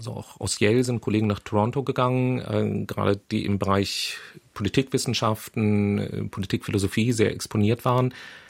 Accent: Germany; Für uns als Deutsche ganz, ganz schwer vorstellbar.

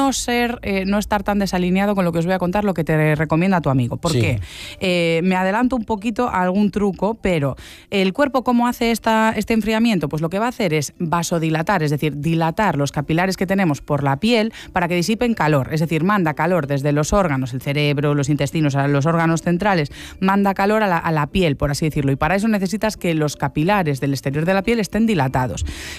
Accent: Galicia, Spain; como gallega, que esto era un poco un chiste de, pues, el costumbrismo de un poquito de calor

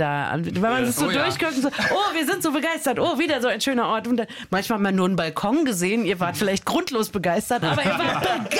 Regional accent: Berlin, Germany; Ich bin in Berlin aufgewachsen. Ich habe ganz wenig Zeit außerhalb der Stadt verbracht.

